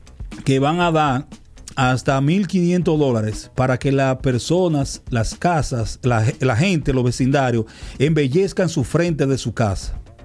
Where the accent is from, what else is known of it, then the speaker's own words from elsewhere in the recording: San José de las Matas, Santiago, Dominican Republic; mi pueblo natal, San José de las Matas, que no es matero, es matense